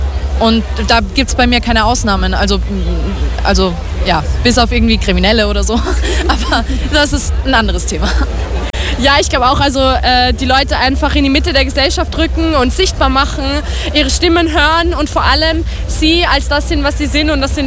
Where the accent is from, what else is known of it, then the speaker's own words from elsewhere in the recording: Vienna, Austria; Wir sind nämlich aus Wien, aus dem 22. Bezirk, aus dem EEG Donaustadt